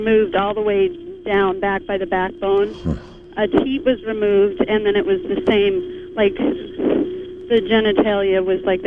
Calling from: Montana, United States; I'm calling from Montana

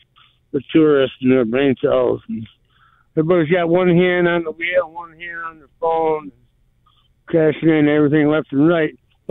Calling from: Wyoming, United States; up in Elk Plain, Wyoming. Yeah, I got a Colorado number because Hazi at Verizon couldn't understand my accent when I gave him my zip code in Wyoming.

